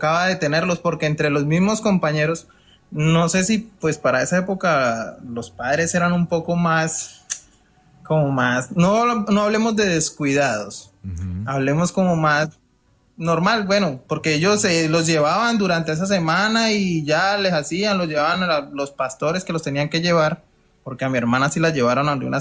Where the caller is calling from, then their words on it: Villavicencio, Meta, Colombia; Desde Villavicencio, Meta.